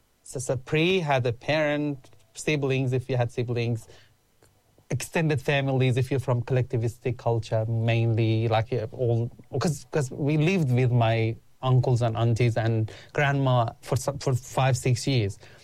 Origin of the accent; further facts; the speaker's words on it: Iran; now in Australia; So firstly, I always count myself as an Australian. So for me, it's a really different journey because I didn't grow up in my country. I grew up in Iran. In Iran, we were not legal migrants for many years.